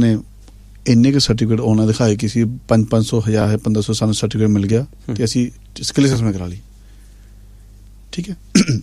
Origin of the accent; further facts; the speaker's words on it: Patiala, Punjab, India; ਮੈਂ ਖੁਦ ਪਟਿਆਲੇ ਤੋਂ ਹਾਂ, ਮੈਂ ਪੰਜਾਬੀ ਐਮ ਐਫ ਹਾਂ ਨਾ